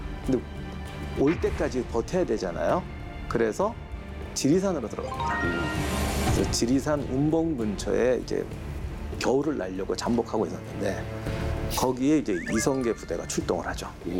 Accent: South Korea; 저도 한국 사람이지만 한국 사람이 활 잘 쏘는 건 뭔지를 이유가 뭔지 모르겠어요.

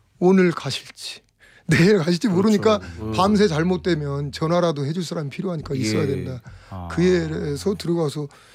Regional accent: Chungcheong, South Korea; 제가 충청도 놈이요.

